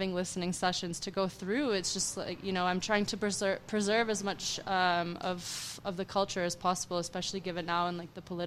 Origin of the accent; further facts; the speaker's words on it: Toronto, Ontario, Canada; growing up in Toronto, you know, I was born and raised in Canada